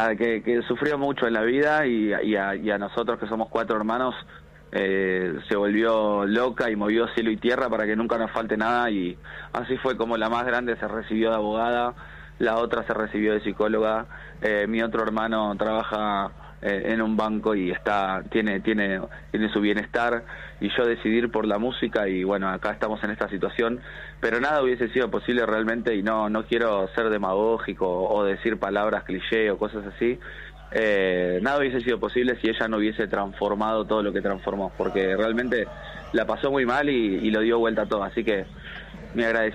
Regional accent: Munro, Buenos Aires Province, Argentina; moved away as an adult; now in Buenos Aires, Argentina; Ahora estoy viviendo en Villa Urquiza, pero fui toda la vida de Munro, de Vicente López, toda mi vida estuvo ahí.

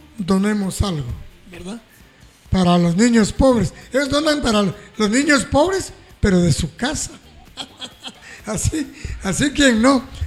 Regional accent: Cobán, Alta Verapaz, Guatemala; yo, como soy de Cobán

